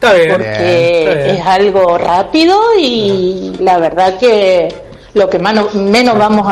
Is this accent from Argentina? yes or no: yes; Argentina; born there; porque mis raíces alemanas no las voy a negociar. Mirá. Pero si se trata de llegar a un partido Alemania-Argentina, obviamente la albiceleste siempre al corazón porque es donde nací.